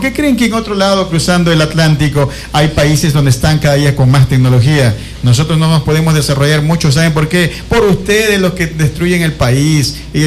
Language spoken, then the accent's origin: Spanish; Ecuador; nosotros sí somos ecuatorianos